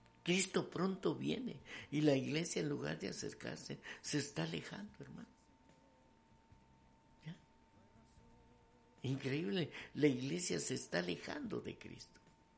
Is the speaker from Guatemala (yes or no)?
yes; Guatemala; Yo soy guatemalteco.